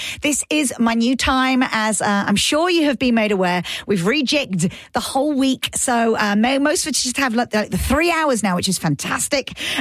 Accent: United Kingdom; accent: British; now in United States; do I sound more British again? Did I re-up? Somebody asked me if I renewed my accent visa. And I think sometimes people say I do sound much more English when I come back from being away.

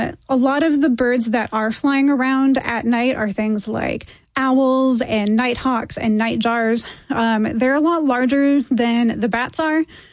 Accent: Montana, United States; now in Tennessee, United States; I grew up in Montana.

